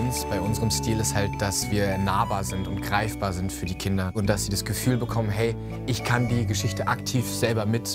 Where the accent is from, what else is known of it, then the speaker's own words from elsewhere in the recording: Wiesbaden, Hesse, Germany; ich bin 20 Jahre alt, aufgewachsen in Wiesbaden-Nornstadt.